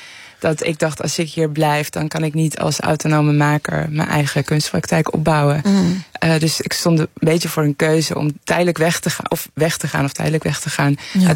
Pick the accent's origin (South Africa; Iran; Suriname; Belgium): Iran; Tehran, Tehran Province; also born or lived in Amsterdam; now in Netherlands; Maar ik kom uit Teheran en ik kan niet terug.